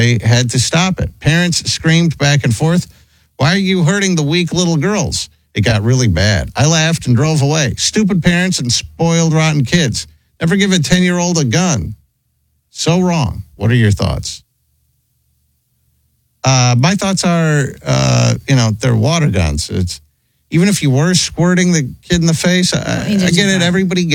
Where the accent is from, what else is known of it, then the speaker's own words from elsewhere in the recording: New Jersey, United States; I'm from New Jersey.